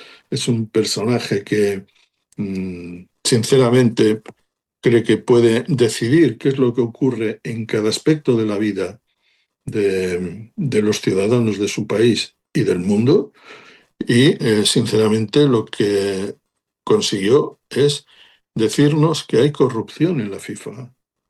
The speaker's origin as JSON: {"language": "Spanish", "country": "Spain", "said": "quiero que gane España. Además hay, no solamente porque es mi país"}